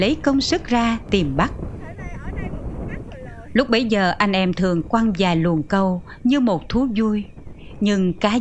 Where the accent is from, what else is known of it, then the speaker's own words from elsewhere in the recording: Kien Giang, Vietnam; Hòn Sơn quê tôi